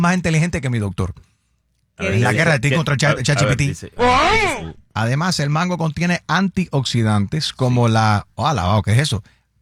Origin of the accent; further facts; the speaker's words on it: Pinar del Río, Cuba; born there; Bueno, yo soy de... Nací en Pinar del Río, pero entonces a mí me llevaron...